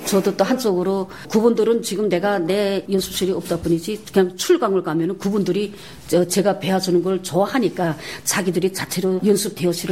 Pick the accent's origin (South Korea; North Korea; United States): North Korea; Wonsan, Kangwon; 가고 싶은 거는 당연하게 저희 고향이죠. 특히나 저희 송도원이라고 할 때는 거기는 놀이터들이 있고